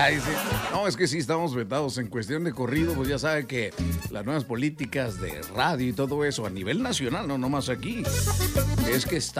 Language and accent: Spanish; Mexico; como buenos mexicanos que somos.